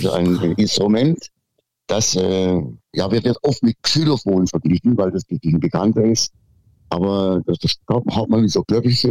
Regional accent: Baden-Württemberg, Germany; Ich komme aus dem schönen Schwabenland.

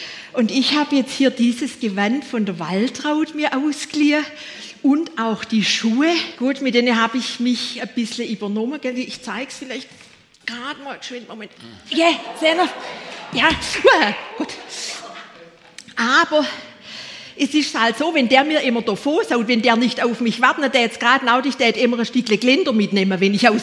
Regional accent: Baden-Württemberg, Germany; Jetzt, bei uns im Schwabenland, da drauf tät ich schon gar wieder, da sind alle Mädchen schön.

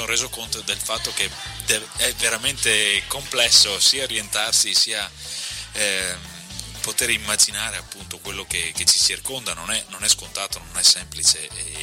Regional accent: Polesella, Veneto, Italy; Io sono originario di Rovigo, cioè di Polesella, in provincia di Rovigo.

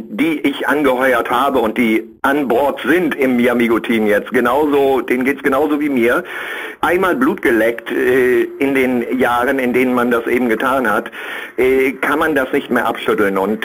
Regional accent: Northern Germany, Germany; Ich bin ein Norddeutscher, also von Holland nicht so weit weg.

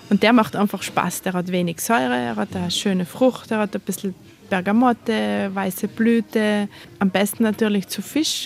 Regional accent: Trentino-Alto Adige, Italy

